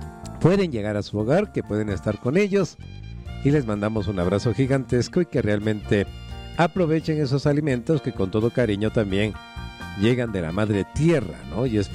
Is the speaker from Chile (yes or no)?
no; Quito, Pichincha, Ecuador; nos identifica como quiteños